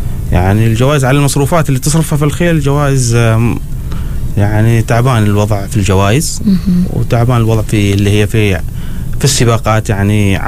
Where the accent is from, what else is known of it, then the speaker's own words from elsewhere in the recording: Oman; فالأشياء هذه ما متوفرة يمكن في عندنا في عمان.